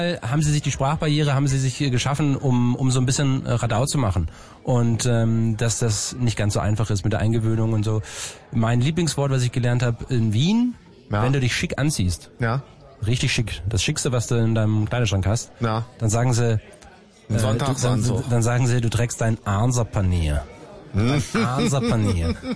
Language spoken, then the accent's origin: German; Bavaria, Germany; born there; weil ich bin ja mit meiner Geburt gegen meinen Willen in Bayern